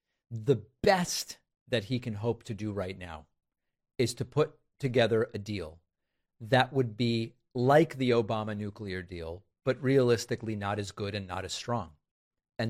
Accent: Alabama, United States; Well, I'm still from Alabama.

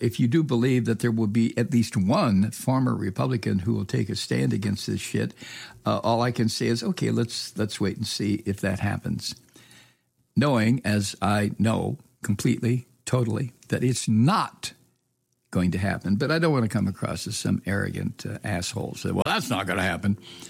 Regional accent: United States; I'm an American.

